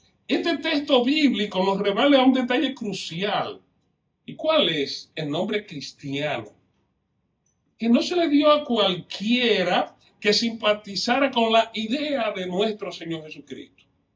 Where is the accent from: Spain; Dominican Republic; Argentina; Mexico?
Dominican Republic; En mi país, en la República Dominicana, hay un grupo élite formado hace ya muchos años, los cazadores de montañas